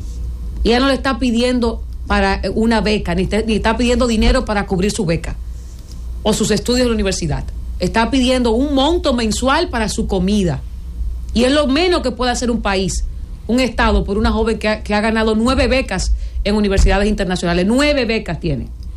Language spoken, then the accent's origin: Spanish; Dominican Republic; yo soy una dominicana hasta la tambora y amo este país con locura.